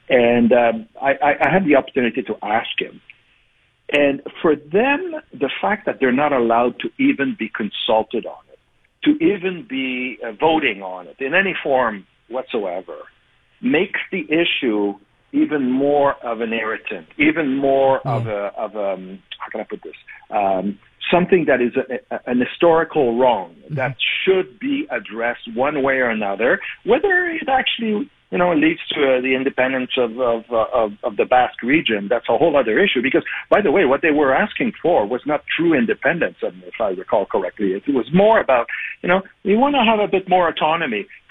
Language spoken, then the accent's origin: English; Canada; I'm from Canada.